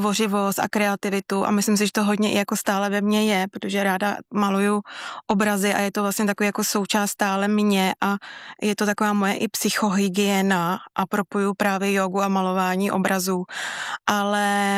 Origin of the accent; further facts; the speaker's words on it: Bohemia, Czechia; protože u nás v Čechách by to třeba šlo, nebo bylo normální, je, že se musíte taky držet oboru.